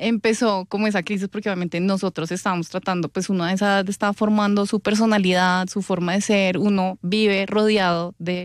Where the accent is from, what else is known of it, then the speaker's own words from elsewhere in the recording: Bogotá, Colombia; Yo nací en Bogotá, pero la gente tiene el descaro de decir de dónde soy yo, pero yo les voy a decir, yo soy colombiana